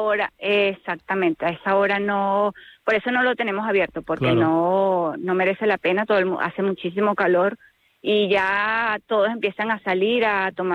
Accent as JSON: {"language": "Spanish", "country": "Venezuela", "moved": "yes", "lives_now": "Spain", "said": "yo soy venezolana, somos venezolanos nosotros acá en España"}